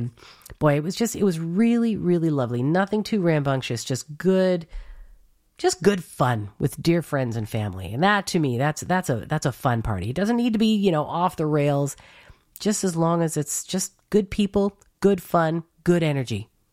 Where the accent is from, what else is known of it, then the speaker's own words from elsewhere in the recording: Newfoundland and Labrador, Canada; moved away; a couple of the shows were done from Newfoundland. You might have heard my accent.